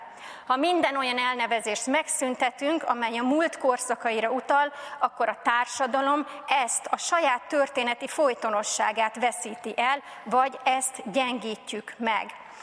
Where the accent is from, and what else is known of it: Hungary